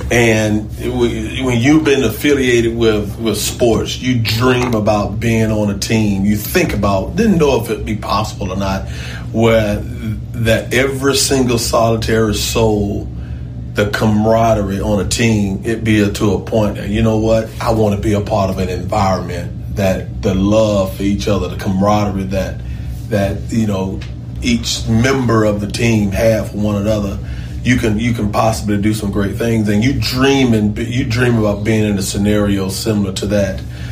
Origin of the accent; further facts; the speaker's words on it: Atlanta, Georgia, United States; what Jarvis and I talked about earlier, growing up in Atlanta in our household, that your siblings were your best friend.